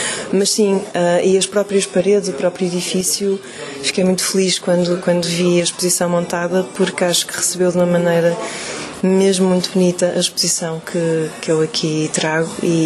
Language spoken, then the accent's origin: Portuguese; Porto, Norte, Portugal; Pronto, do Funchal foi para o Porto, que é a minha cidade natal